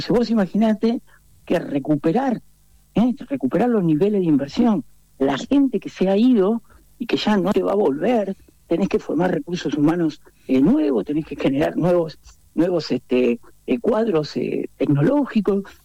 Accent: Argentina

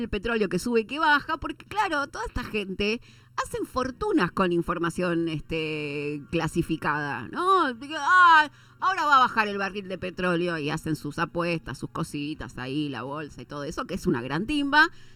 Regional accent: Argentina; sentirnos argentinos y qué lindos que somos los argentinos

